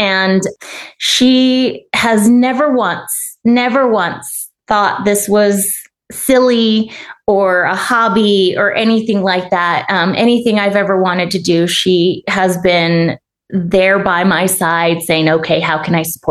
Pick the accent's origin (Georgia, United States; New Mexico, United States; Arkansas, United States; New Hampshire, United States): New Mexico, United States; I grew up in New Mexico